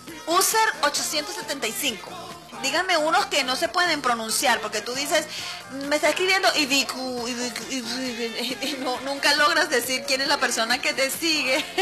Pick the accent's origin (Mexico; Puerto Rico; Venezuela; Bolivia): Venezuela; nosotros somos venezolanos. Así que somos venezolanos haciendo país aquí